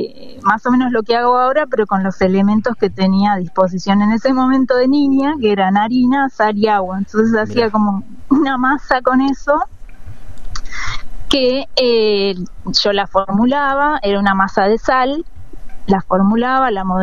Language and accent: Spanish; La Pampa, Argentina; moved away as an adult; now in Buenos Aires, Argentina; Después, bueno, me fui de La Pampa, me vine a Buenos Aires a estudiar. Bueno, en La Pampa también, antes de venirme, ya también hice, seguí con el taller, ¿no?, de cerámica.